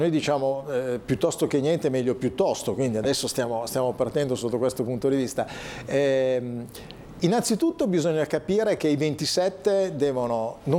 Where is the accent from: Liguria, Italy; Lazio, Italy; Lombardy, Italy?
Lombardy, Italy; Como; Vi dico che da Comasco, ancorché insomma diciamo da legislatore